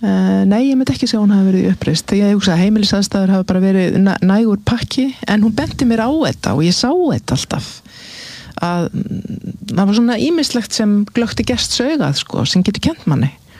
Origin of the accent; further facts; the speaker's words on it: Akureyri, Northeastern Region, Iceland; Fæðst og verið uppalinn og gengið í skóla kerfið á Akureyri.